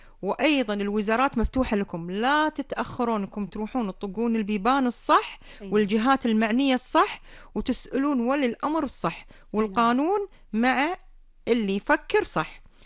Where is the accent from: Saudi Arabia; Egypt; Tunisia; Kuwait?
Kuwait; الله يحفظ ديرتنا وحكامنا وشعب الكويت كله